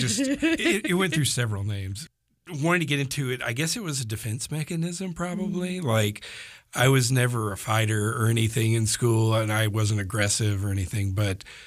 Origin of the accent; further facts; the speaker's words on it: Greenville, South Carolina, United States; now in Huntsville, United States; I am from Greenville, South Carolina.